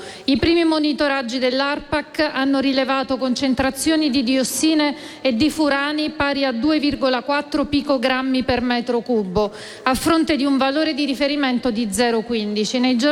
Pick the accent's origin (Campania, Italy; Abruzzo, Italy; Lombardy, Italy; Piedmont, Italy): Campania, Italy; quella che viene chiamata Terra dei Fuochi, che è la mia terra, in particolare nella grande area giulianese aversana e nel litorale Domizio.